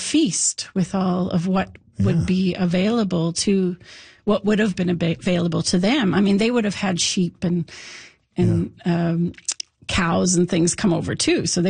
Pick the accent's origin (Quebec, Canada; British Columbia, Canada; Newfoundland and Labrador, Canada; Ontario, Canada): Newfoundland and Labrador, Canada; St. Anthony; When I grew up in St. Anthony, and we would drive. It would take 2 hours to get to Lancet Meadows from St. Anthony because it was a dirt road I was a child.